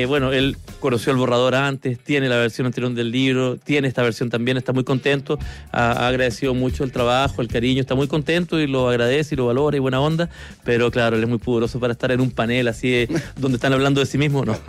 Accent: Chile

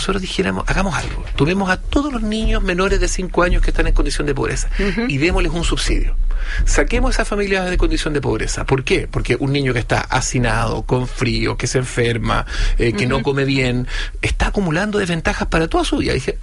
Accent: Chile; somos todos parte de Chile

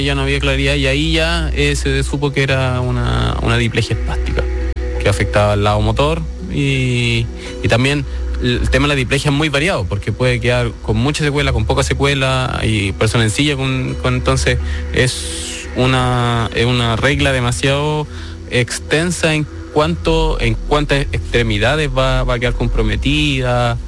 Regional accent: Rengo, O'Higgins, Chile; Yo nací en el 97, sí, yo estoy en Rengo, soy originario, oriundo de Rengo, la sexta región.

